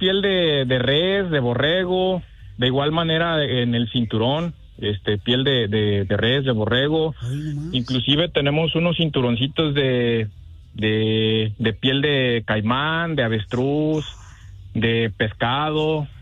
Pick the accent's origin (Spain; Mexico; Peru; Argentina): Mexico; Dolores Hidalgo, Guanajuato; Comenzamos con que yo soy originario de Dolores Hidalgo, Guanajuato.